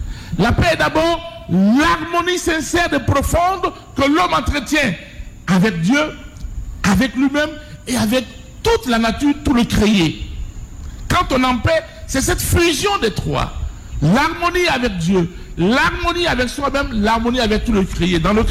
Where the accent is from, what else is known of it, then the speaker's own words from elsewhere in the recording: Côte d’Ivoire; Chez nous en Côte d'Ivoire